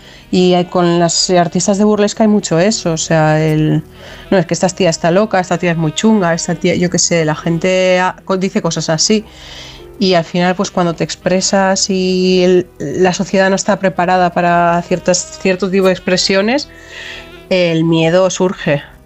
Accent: Basque Country, Spain; moved away; teniendo en cuenta además que soy vasca. O sea, que es que en Euskadi se dice y se comenta que la gente se reproduce por esporas. Entonces, no sabemos. O sea, yo llegué a Barcelona

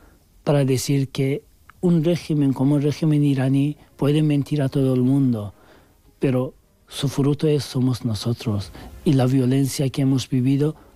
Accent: Turkey; Spanish is a second language; now in Spain; soy turco y podía pasar más fácil que los otros muchos

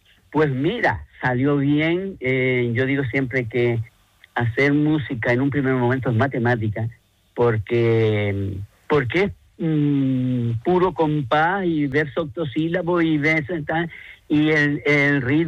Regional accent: Canary Islands, Spain; nada como lo de celebrar que somos canarios, porque la romería es celebrar que somos canarios, celebrar que somos Gran Canario

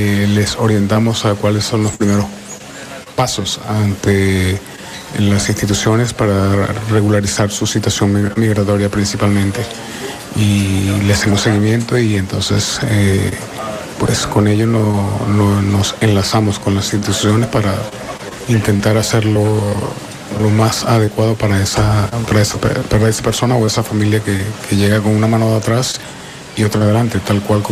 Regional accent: Venezuela; now in Zaragoza, Spain; Yo particularmente tengo 21 años acá. Ya soy maño.

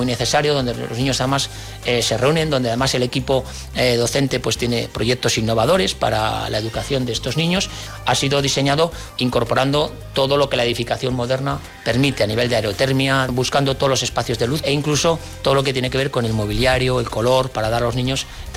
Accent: La Rioja, Spain; junto con el resto de los riojanos

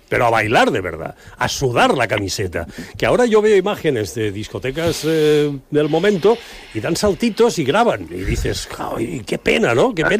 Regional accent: Vinaròs, Valencian Community, Spain; yo soy de Vinaròs y trabajaba allí en una discoteca que se llamaba el Red Poppy

